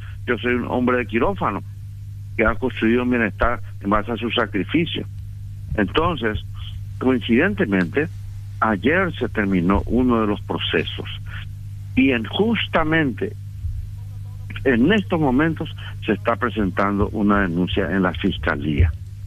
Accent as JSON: {"language": "Spanish", "country": "Paraguay", "said": "sino soy el cirujano paraguayo y represento y unifico a mi país."}